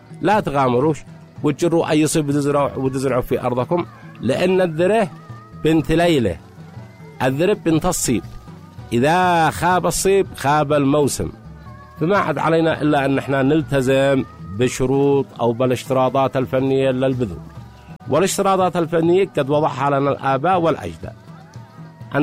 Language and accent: Arabic; Sanaa, Amanat Al Asimah, Yemen; بما نسمي عندنا في صنعاء الصيف